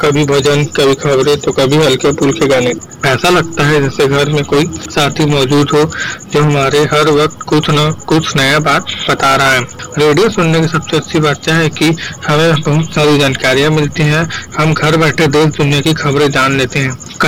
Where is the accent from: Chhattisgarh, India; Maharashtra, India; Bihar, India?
Chhattisgarh, India; Raigarh; मैं रायगढ़ का रहने वाला हूँ।